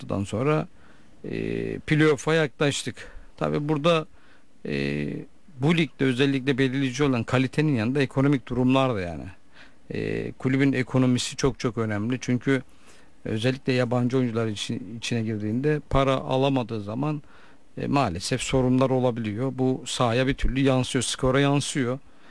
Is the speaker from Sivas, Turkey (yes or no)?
yes; Sivas, Turkey; ben bir Sivaslı olarak